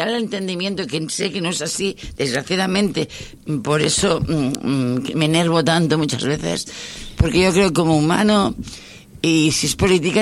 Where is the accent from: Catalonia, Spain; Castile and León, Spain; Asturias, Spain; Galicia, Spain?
Catalonia, Spain; yo soy muy catalana, ¿eh?